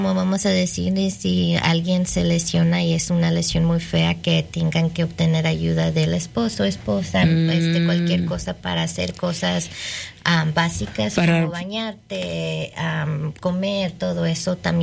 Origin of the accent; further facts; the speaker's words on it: Mexico City, Mexico; born there; yo nací, uh-huh, en la Ciudad de México.